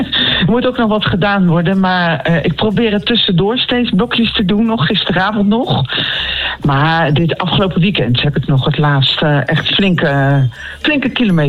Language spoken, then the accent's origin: Dutch; Nijmegen, Gelderland, Netherlands; born there; moved away; ik ben deels opgegroeid in Nijmegen.